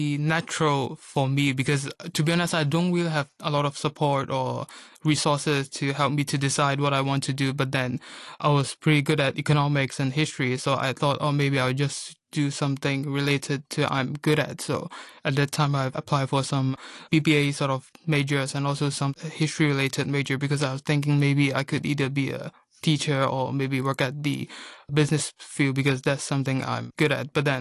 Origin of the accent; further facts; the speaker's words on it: Hong Kong; I studied in local Chinese school in both primary and secondary school. So I think I was quite fluent in Cantonese